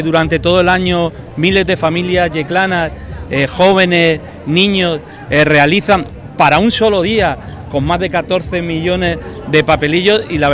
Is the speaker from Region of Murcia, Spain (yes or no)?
yes; Cieza, Region of Murcia, Spain; pese a que soy de Cieza, no conocía estas fiestas